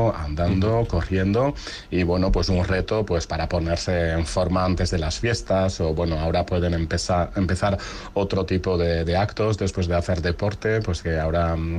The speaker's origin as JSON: {"language": "Spanish", "region": "Nouvelle-Aquitaine", "country": "France", "said": "nosotros, como no somos de Bayona, sino que de Sempere y de otras localidades"}